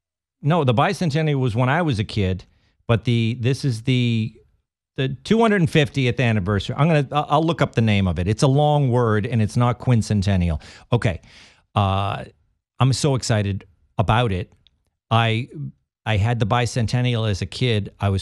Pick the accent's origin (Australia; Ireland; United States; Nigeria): United States; Massachusetts; We're very steeped in the history of the revolution growing up in Massachusetts.